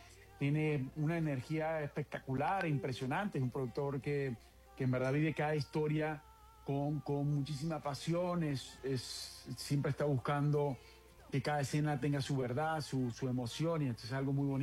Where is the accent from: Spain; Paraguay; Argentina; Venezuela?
Venezuela